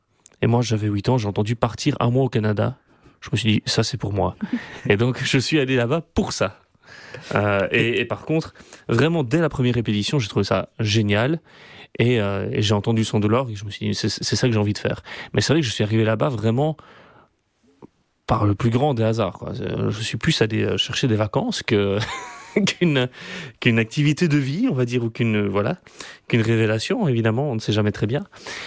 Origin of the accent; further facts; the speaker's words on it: Brussels, Brussels-Capital Region, Belgium; C'était organiste titulaire de la cathédrale de Bruxelles, moi je suis bruxellois